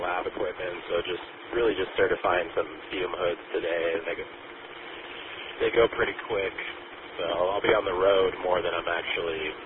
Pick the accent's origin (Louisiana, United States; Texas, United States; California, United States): California, United States; I'm 38, but I definitely remember growing up in California.